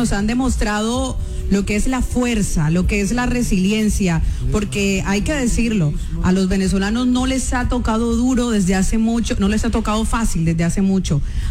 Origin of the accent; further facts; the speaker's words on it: Colombia; nosotros, como sus hermanos, como colombianos, estamos unidos en ese momento en todo el país